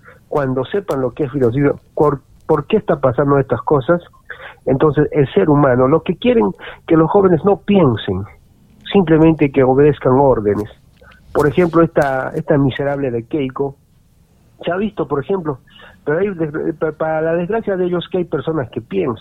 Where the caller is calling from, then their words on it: Arequipa, Peru; hemos visto que gran mayoría acá en Arequipa hablan como mexicano